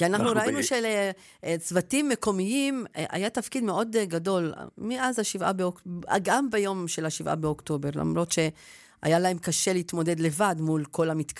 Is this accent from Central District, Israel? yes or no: no; Northern District, Israel; אמנם אתה יודע, אני גם צפונית, אבל אני מדברת עכשיו כללית.